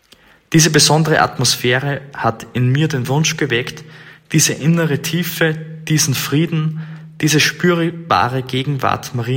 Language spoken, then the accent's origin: German; Münzbach, Upper Austria, Austria; born there; in der Pfarrkirche von meinem Geburtsort, der Pfarre Münzbach, ist auch eine sehr schöne Fatima-Statue.